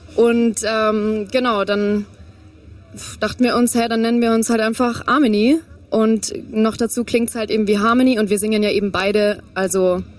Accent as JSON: {"language": "German", "region": "Bavaria", "country": "Germany", "said": "ich komme hier aus der Nähe von München"}